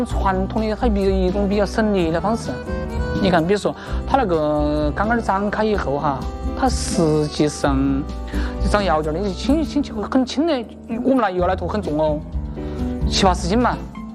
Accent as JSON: {"language": "Chinese", "town": "Yibin", "region": "Sichuan", "country": "China", "tie": "born or raised there", "moved": "as an adult", "lives_now": "Chongqing, China", "said": "也是我们宜宾老家我小时候那种味道。"}